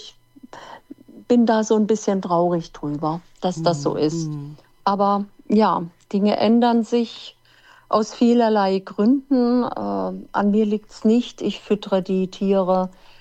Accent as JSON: {"language": "German", "region": "Hesse", "country": "Germany", "tie": "born or raised there", "said": "bin gebürtig aus dem Odenwald. Der Odenwald, das ist ja ein recht hochgelegenes Gebiet mit wunderschönen, vielen Wald."}